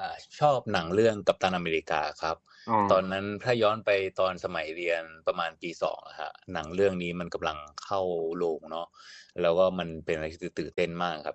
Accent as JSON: {"language": "Thai", "region": "Chiang Mai", "country": "Thailand", "tie": "born there", "accent": "Northern Thai", "said": "ผมเกิดที่เชียงใหม่ครับแต่โดยอย่างกับคุณพ่อผมเป็นญี่ปุ่นเนาะส่วนคุณแม่ก็คุณตาเนี่ยพ่อของคุณแม่ก็จะเป็นคนเพชรบุรีครับ"}